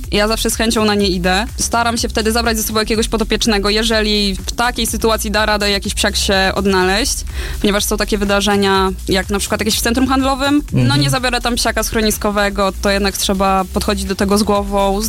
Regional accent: Podlaskie Voivodeship, Poland; accent: Suwałki dialect; moved away as an adult; now in Toruń, Poland; Pochodzę z małej wsi na Suwalszczyźnie. Nie jest to Podlasie, jest to województwo podlaskie, ale nie zaciągam gwaru taką typowo podlaską. Miałam swoją taką suwalską, czego już nie słychać. Przyjechałam tutaj na studia

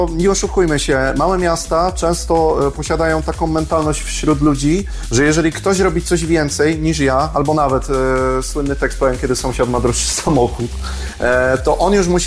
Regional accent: Kruszwica, Kuyavian-Pomeranian Voivodeship, Poland; spojrzałem na jezioro Gopło i powiedziałem sobie pod nosem dziękuję. Dosłownie. Podziękowałem mojemu rodzinnemu miastu

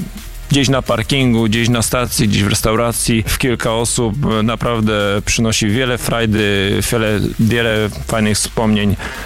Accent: Słupca, Greater Poland Voivodeship, Poland; Flaga Słupcy i barwy Słupcy i to, że jesteśmy ze Słupcy i z powiatu słupackiego, choć nie tylko

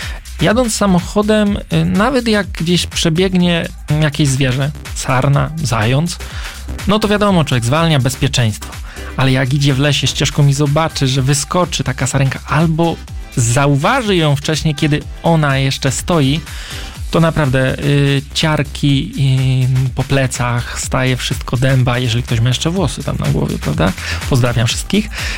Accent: Świętokrzyskie Voivodeship, Poland

